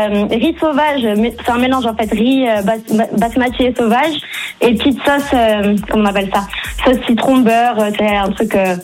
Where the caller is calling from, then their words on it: Auvergne-Rhône-Alpes, France; je suis à Anguille.